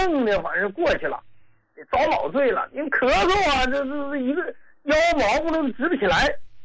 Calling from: Qiqihar, Heilongjiang, China; 我是黑龙江的。

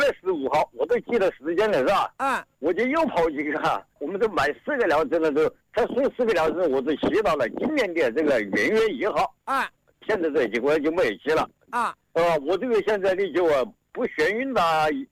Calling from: Hubei, China; 我是汕头

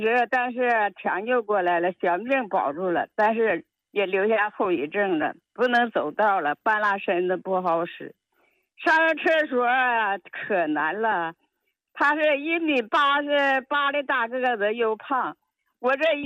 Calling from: Qiqihar, Heilongjiang, China; 我是齐齐哈尔大民屯的，

